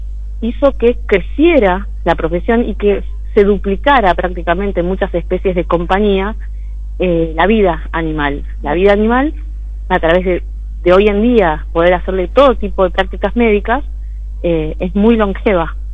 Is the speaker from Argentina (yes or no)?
yes; Argentina; somos de Buenos Aires, sí, y tenemos la posibilidad hermosa de viajar por todo nuestro país